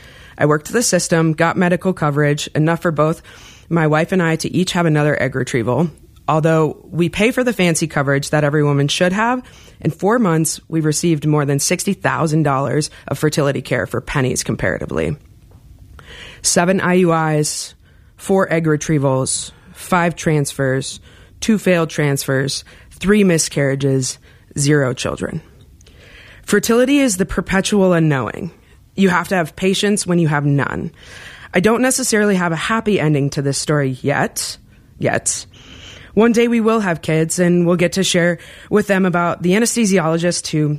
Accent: Flint, Michigan, United States; moved away; I'm from Flint, Michigan.

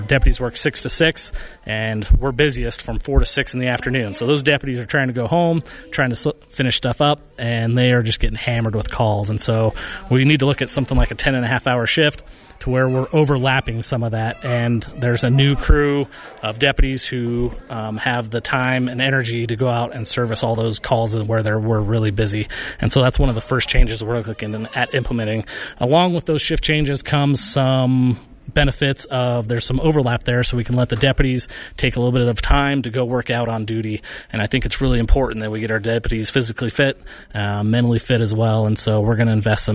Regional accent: Parachute, Colorado, United States; So I was born and raised in Parachute, Colorado.

